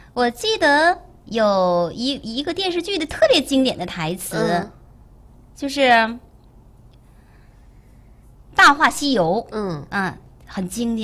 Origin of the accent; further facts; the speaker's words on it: Northeast China, China; 和咱们东北话